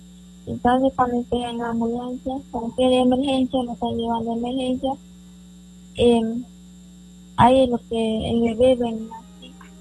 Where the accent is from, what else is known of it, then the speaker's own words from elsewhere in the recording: Loreto, Peru; Soy de la comunidad nativa de Quisoyal, de Chambira.